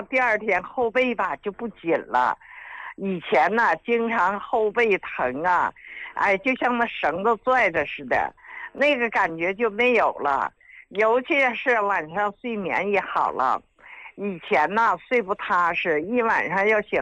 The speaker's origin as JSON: {"language": "Chinese", "town": "Shenyang", "region": "Liaoning", "country": "China", "said": "哎呀，李老师啊，我家是沈阳的，"}